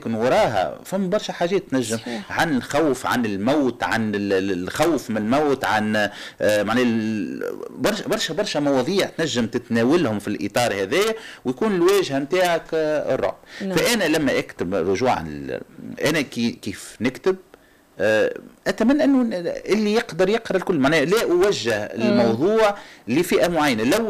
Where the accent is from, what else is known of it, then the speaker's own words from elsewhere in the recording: Tunisia; واحنا شعب تونسي